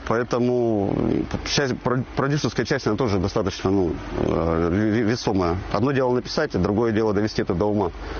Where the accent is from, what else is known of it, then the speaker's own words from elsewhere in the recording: Kurgan, Kurgan Oblast, Russia; Я родом из Кургана. Вот, а родня у меня, мама у меня из села Глядянское, это в Курганской области, 80 километров от Кургана.